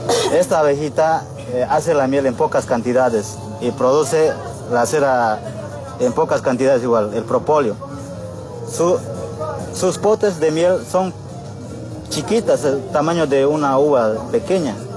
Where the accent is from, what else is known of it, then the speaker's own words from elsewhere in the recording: Vigarzama, Cochabamba, Bolivia; somos de Vigarzama, representando a Federación Quinta, de Azuapit Quinta, Carrasco Tropical, ¿no?